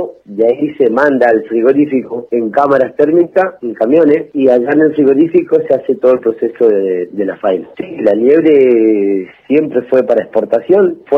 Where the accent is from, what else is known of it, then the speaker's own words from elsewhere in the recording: Gobernador Costa, Chubut, Argentina; de Gobernador Costa. Yo estoy encargado del acopio de liebre acá en la zona, lo que es Gobernador Costa, San Martín, Río Pico.